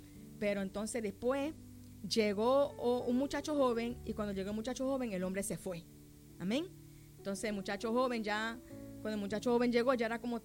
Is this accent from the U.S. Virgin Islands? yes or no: yes; St. Croix, U.S. Virgin Islands; ya yo estaba loca por llegar a mi St. Croix, hermano, porque yo nací aquí, yo me crié aquí, y esta es mi isla, y esta es mi tierra, y yo estoy orgullosa de mi isla y de mi tierra, y yo no la dejo por ningún otro lugar.